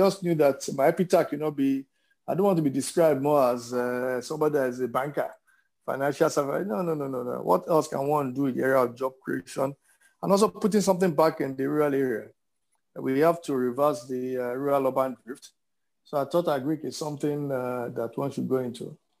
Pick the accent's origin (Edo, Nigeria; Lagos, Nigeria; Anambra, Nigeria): Lagos, Nigeria; also born or lived in Kano, Nigeria; Well, I grew up in Lagos. Interestingly, I was born in Kano